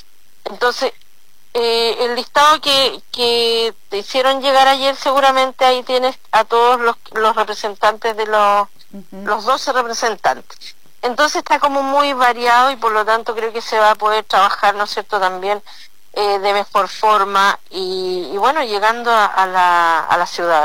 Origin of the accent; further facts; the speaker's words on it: Chile; born there; Yo soy presidenta de la Junta de Vecinos de Yequito por primera vez, de un lugar maravilloso donde yo nací